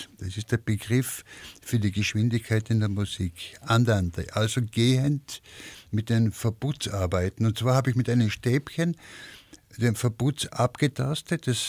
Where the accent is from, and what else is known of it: Lienz, Tyrol, Austria; born or raised there